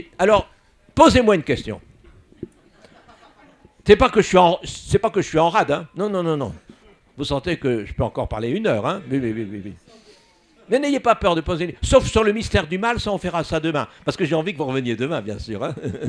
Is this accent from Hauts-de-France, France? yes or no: yes; Valenciennes, Hauts-de-France, France; ma ville natale, Valenciennes